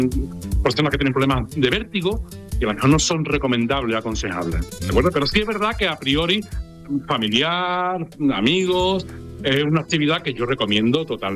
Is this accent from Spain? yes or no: yes; Almería, Andalusia, Spain; como decíamos en mi tierra, el guarro, nos juntábamos varias familias. Hablo del tema de Almería, ¿no? Que es de mi familia